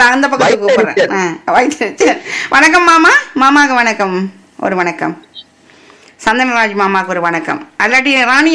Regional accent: Sri Lanka; moved away; எங்களுடைய தாயகத்தின்

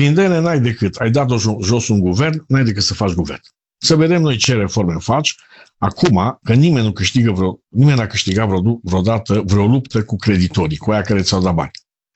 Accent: Romania; Noi suntem europeni, după aia suntem români.

